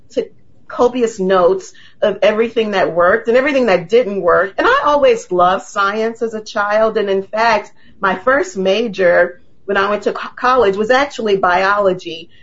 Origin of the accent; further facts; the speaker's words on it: New Orleans, Louisiana, United States; I was raised in New Orleans.